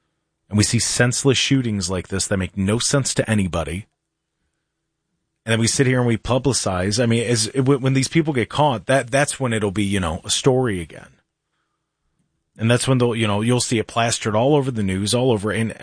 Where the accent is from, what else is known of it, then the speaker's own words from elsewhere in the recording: Lodi, Ohio, United States; Maybe because I grew up in Lodi and like Southern Medina County, maybe it was like an old fashioned upbringing.